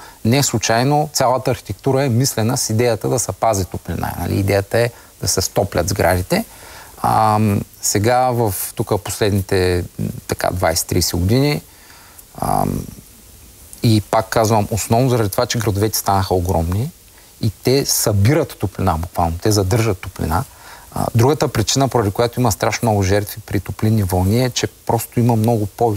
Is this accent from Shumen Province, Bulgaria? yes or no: no; Yambol, Yambol Province, Bulgaria; born there; Аз съм от Ямбол. Там жегите бяха ежедневие. Те и сега са ежедневие.